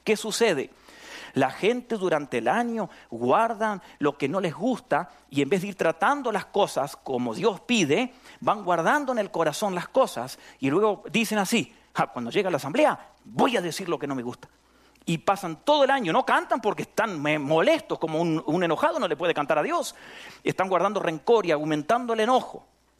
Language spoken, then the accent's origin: Spanish; Argentina; moved away; de donde yo vengo, en Argentina.